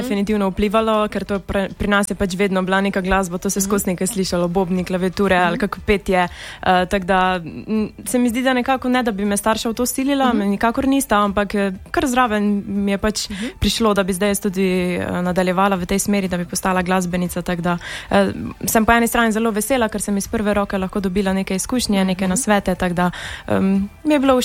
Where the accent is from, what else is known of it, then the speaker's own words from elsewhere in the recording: Prekmurje, Slovenia; jaz sem Prekmurka